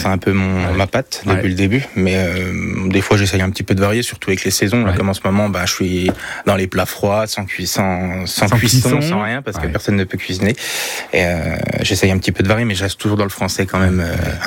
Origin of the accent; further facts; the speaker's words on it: Bourgogne-Franche-Comté, France; comme on le fait chez nous en Franche-Comté